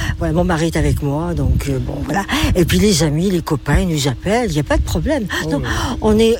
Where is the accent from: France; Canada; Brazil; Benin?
France; the Alps; born there; now in Terrasson, France; Je suis née dans les Alpes